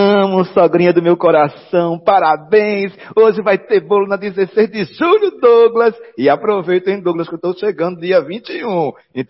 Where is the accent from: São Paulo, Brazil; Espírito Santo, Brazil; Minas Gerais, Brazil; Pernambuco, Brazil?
Pernambuco, Brazil; eu sou o pernambucano da gema, viu? Porque eu fico perambulando de cidade em cidade.